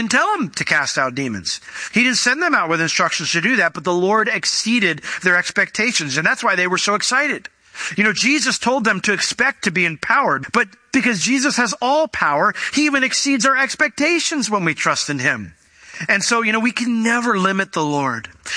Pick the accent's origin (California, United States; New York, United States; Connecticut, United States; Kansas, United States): New York, United States; I grew up in New York. I was a Yankee fan, and they traded my favorite player.